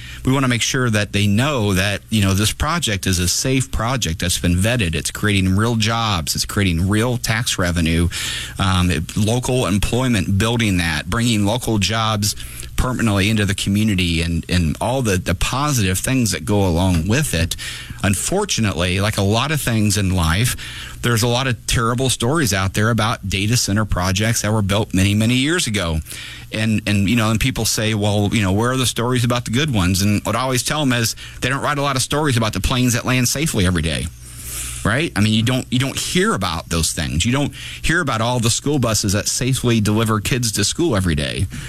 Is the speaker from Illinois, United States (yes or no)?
yes; Divernon, Illinois, United States; So, I grew up in Divernon. My parents both grew up in Springfield on the east and down on the Cabbage Patch.